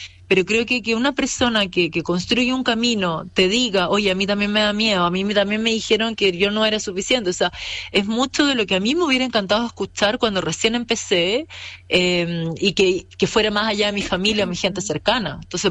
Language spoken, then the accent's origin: Spanish; Chile